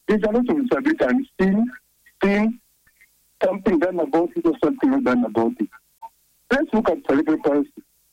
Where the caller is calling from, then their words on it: Uganda; from Wendegwe.